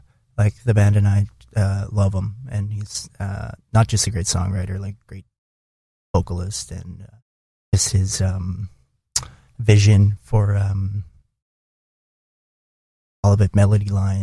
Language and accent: English; Wabasca, Alberta, Canada; we're actually back in my hometown of Wabaska on Canada Day.